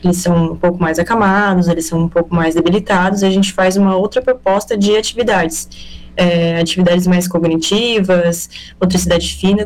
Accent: Florianópolis, Santa Catarina, Brazil; moved away as an adult; now in Araranguá, Brazil; Eu sou de Florianópolis, vim para cá para estudar.

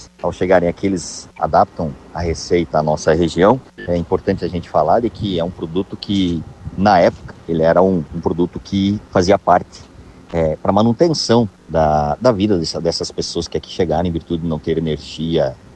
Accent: Blumenau, Santa Catarina, Brazil

